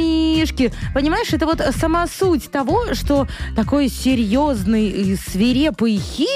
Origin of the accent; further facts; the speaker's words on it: Belarus; Мы белорусы.